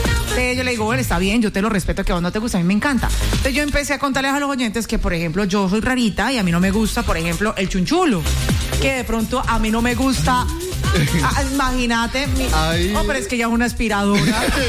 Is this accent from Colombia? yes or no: yes; Cali, Valle del Cauca, Colombia; Soy una mala caleña.